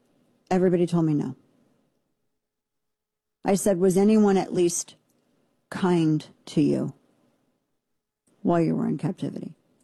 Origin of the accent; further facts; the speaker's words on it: United States; as an American